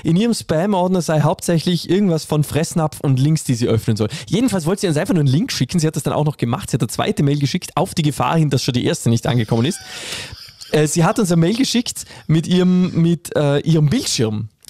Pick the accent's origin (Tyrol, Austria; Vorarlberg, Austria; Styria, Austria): Vorarlberg, Austria; Dornbirn; born there; Geboren 1970 in Dornbirn.